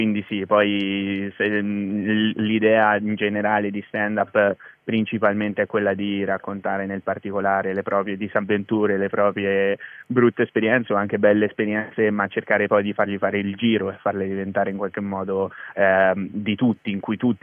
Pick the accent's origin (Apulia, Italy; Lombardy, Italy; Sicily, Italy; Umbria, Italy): Umbria, Italy; Assisi; Io vengo da Assisi e parlerò sicuramente di come una città piccolina come quella viene invasa dai turisti